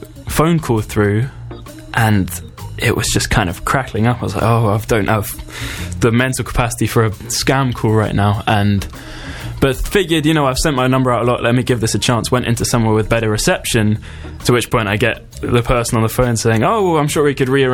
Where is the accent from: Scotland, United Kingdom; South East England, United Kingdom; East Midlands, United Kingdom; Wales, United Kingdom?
South East England, United Kingdom; Brighton; I'm from Brighton